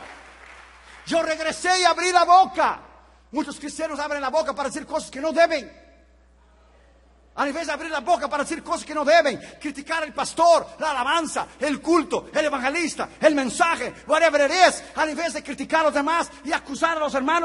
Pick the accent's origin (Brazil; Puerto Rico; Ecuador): Brazil; moved away; Mucho gusto … de Brasil.